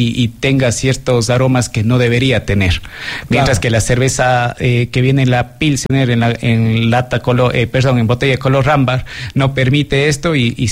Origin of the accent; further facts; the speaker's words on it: Ecuador; siempre como ecuatorianos tratamos de ponerle lo nuestro